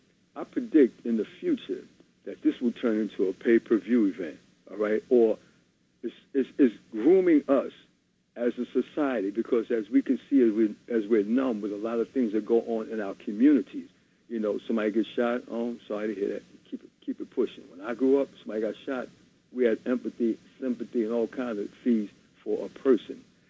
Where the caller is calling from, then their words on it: Newark, New Jersey, United States; I'm calling out of Newark, New Jersey